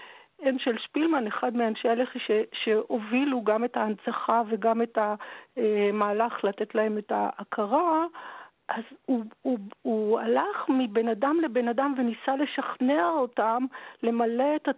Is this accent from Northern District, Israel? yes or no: no; Tel Aviv, Tel Aviv District, Israel; בתור ילדה שגדלה בתל אביב